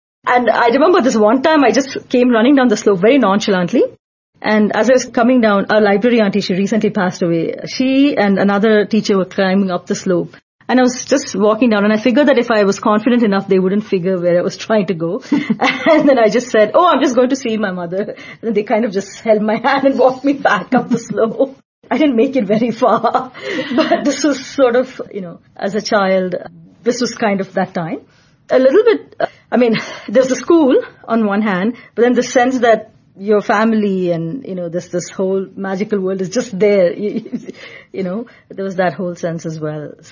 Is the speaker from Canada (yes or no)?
yes; Canada; born there; first language Tamil; English is a second language; And although I was born in Canada and I grew up for a couple of years in Canada, I didn't know a single word of English. I knew Tamil, which was our native tongue.